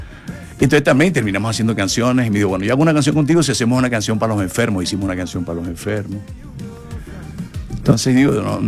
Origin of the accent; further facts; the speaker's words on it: Santa Marta, Magdalena, Colombia; Sí, soy un delfín samario.